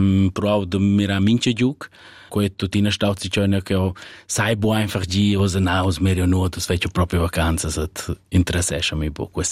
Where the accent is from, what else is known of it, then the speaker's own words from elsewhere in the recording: Albania; Oh, nus, io vengo dall'Albania